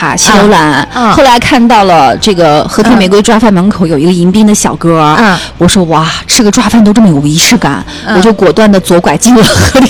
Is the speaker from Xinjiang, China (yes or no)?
yes; Urumqi, Xinjiang, China; 因为我从小在南山长大